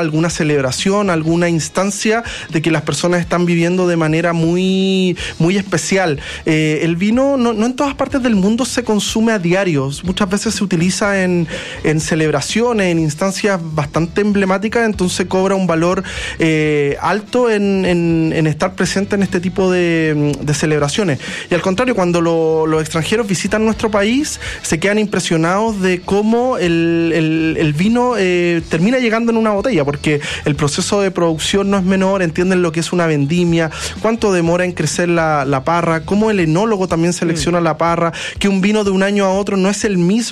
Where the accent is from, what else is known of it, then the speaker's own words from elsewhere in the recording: Chile; un embajador de nuestro país, y tenemos que sentirnos todos los chilenos